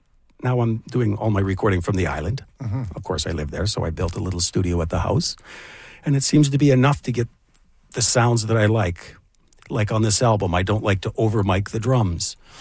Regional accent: Whitehorse, Yukon, Canada; Growing up in Whitehorse, there's not really a lot you can do up there. It's cold a lot of the time

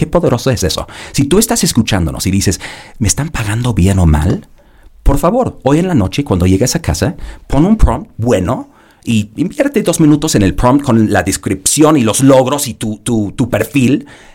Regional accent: London, United Kingdom; Spanish is a second language; now in Mexico City, Mexico; Yo soy de Londres, perdón este acento. Ya mexicano de corazón, Marta. Sí, mis hijos mexicanos, varios años aquí.

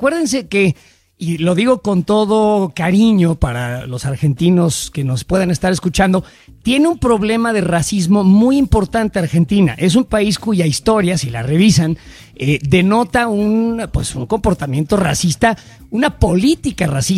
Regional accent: Mexico City, Mexico; yo soy del Barrio Bravo de San Ángel

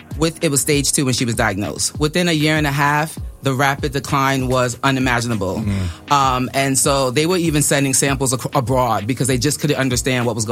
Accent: Jamaica; you know I'm Jamaican, right?

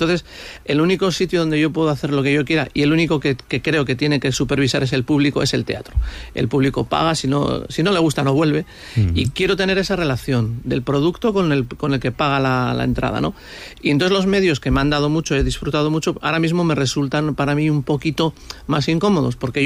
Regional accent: San Sebastián, Basque Country, Spain; yo soy de Donosti

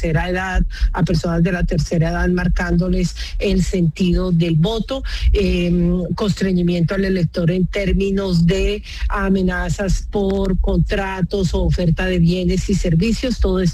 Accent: Colombia; como ciudadanos colombianos, entender que tenemos diferencias políticas, pero que no somos enemigos.

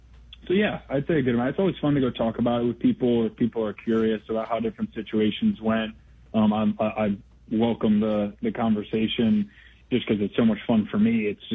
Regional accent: Detroit, Michigan, United States; now in Champaign, United States; growing up in Detroit

